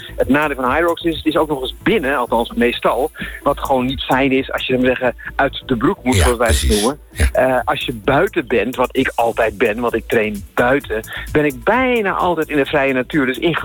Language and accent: Dutch; Amsterdam, North Holland, Netherlands; ik ben opgegroeid in Amsterdam.